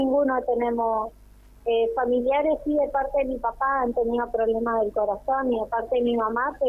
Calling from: Río Gallegos, Santa Cruz, Argentina; Sí, somos de Río Gallegos.

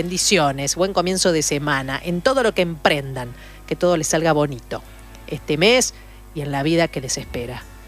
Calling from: Pico Truncado, Santa Cruz, Argentina; Hola, buenas noches. … de Santa Cruz, Pico Truncado. Me quería anotar para el sorteo.

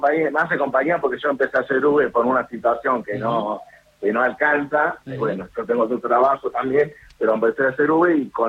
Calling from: Rafael Calzada, Buenos Aires Province, Argentina; de zona sur, Almirante Brón, Rafael Calzada.

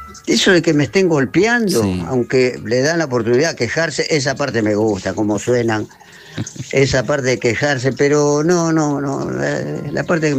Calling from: Buenos Aires, Argentina; de Monte Castro

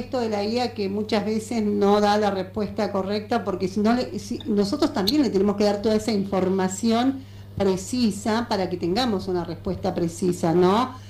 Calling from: Perito Moreno, Santa Cruz, Argentina; de Perito Moreno los saluda

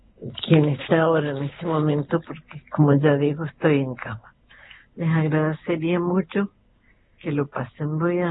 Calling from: Argentina

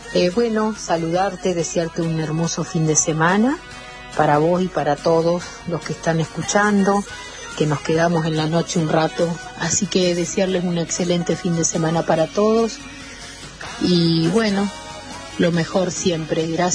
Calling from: Zapala, Neuquén, Argentina; de Zapala, Neuquén.

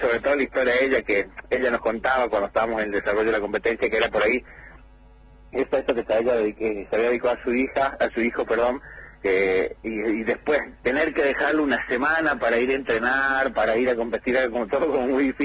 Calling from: Jujuy, Argentina; somos tres jujeños los que nos vamos a Arabia Saudita.

